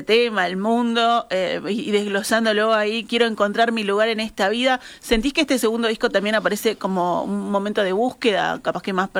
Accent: Uruguay; soy uruguayo

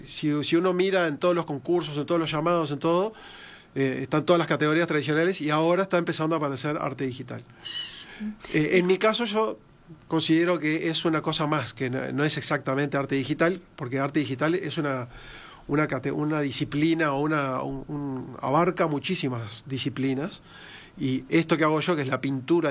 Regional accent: Uruguay; nosotros como uruguayos tenemos eso de que nuestra identidad está muy relacionado con lo que es las olas migratorias y todos venimos de algunas familias que vienen de otros lados.

